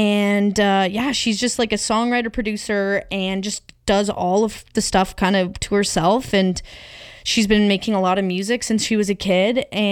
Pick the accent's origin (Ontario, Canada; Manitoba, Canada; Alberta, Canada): Ontario, Canada; accent: southwestern Ontario; It's probably pronounced a lot nicer than in a French accent than my southwestern Ontario accent.